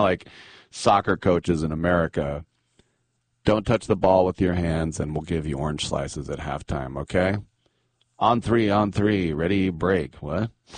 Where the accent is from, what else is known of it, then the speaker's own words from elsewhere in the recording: California, United States; where are you from? We said, California.